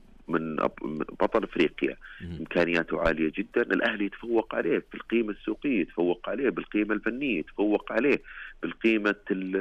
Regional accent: Saudi Arabia; احنا كسعوديين

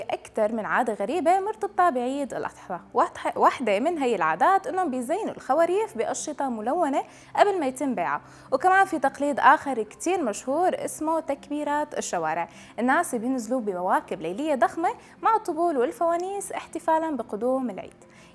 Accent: Syria; عندنا بسوريا.

